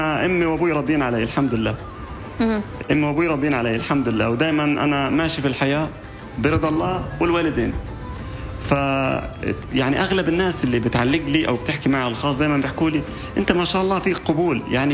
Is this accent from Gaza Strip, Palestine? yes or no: yes; Gaza, Gaza Strip, Palestine; now in Amman, Jordan